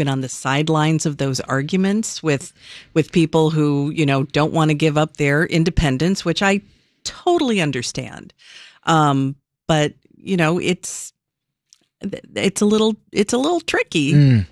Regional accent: Dixon, Illinois, United States; moved away; I drove back from my hometown, Dixon, Illinois, yesterday

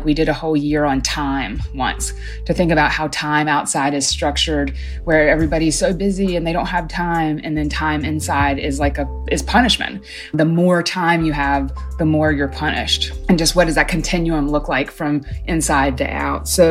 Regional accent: North Carolina, United States; now in Chicago, United States; I'm not from Chicago. I grew up in North Carolina.

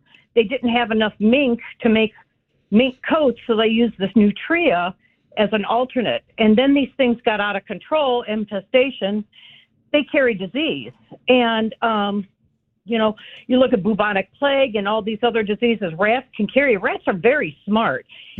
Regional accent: Indiana, United States; now in Crown Point, United States; I lived on a farm for a number of years growing up from Indiana

